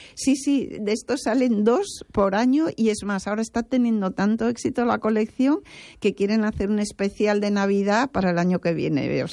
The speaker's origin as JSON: {"language": "Spanish", "town": "A Coruña", "region": "Galicia", "country": "Spain", "moved": "yes", "said": "Bueno, estoy encantada aquí en mi tierra."}